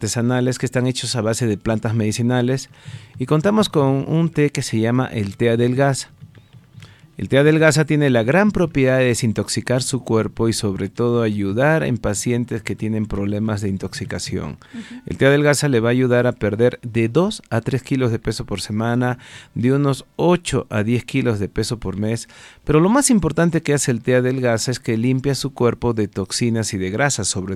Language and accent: Spanish; Tarija, Bolivia; Yo vengo desde la ciudad de Tarija. Me encuentro en esta hermosa ciudad de Yayagua